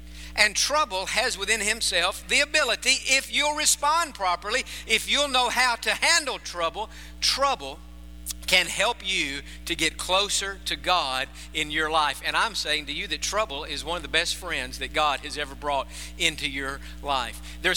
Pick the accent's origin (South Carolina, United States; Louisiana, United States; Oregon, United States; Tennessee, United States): Tennessee, United States; He and I grew up together in Tennessee, and good friend.